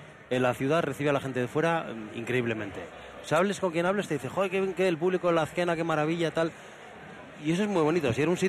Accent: Logroño, La Rioja, Spain; Yo soy de Logroño y tenemos ese turismo

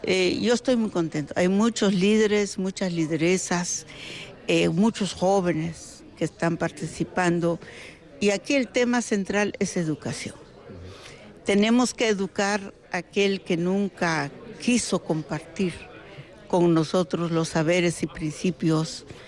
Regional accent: Guatemala; now in Mexico; yo en realidad soy guatemalteca mexicana

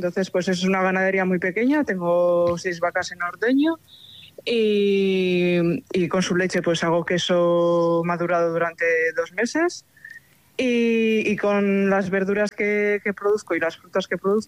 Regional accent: Hernani, Basque Country, Spain; soy de Hernani, del caserío Arriatu, y bueno, soy agricultora y ganadera.

